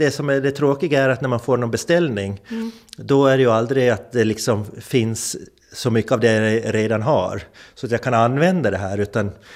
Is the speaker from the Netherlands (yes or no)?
no; Hemse, Gotland, Sweden; i Hemse där jag växte upp